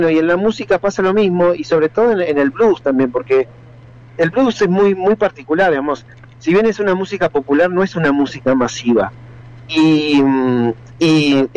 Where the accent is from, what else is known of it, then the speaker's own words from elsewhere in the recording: Esquel, Chubut, Argentina; also born or lived in Córdoba; now in Neuquén, Argentina; Yo soy nacido y criado en Esquel. Después me fui a Córdoba, estuve muchos años en Córdoba.